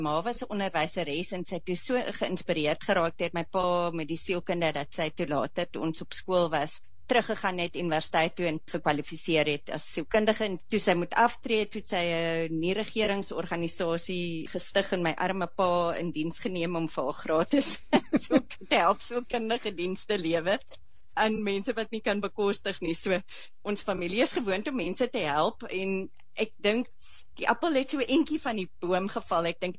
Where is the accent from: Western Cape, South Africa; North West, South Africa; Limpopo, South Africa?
Western Cape, South Africa; Stellenbosch; Ek is Stellenbosser, my ouers was betrokke by die universiteit daar so en my pa het destijds toe by Universiteit van Wes-Kaapland geëindig, maar ja, wynlande, die berge, die skoonheid, dit is my agtergrond.